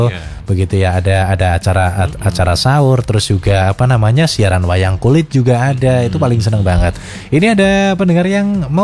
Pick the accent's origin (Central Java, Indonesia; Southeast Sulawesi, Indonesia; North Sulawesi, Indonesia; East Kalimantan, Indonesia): Central Java, Indonesia; Banyumas; pas waktu kecil dulu di Banyumas